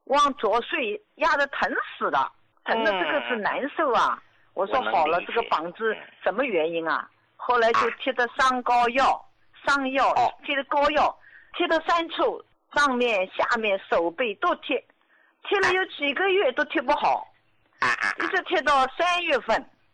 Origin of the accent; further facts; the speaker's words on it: Jiangsu, China; 我今年73岁，我是江苏的。